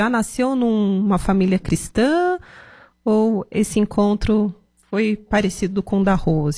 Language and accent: Portuguese; Bahia, Brazil; que eu sou baiano, né?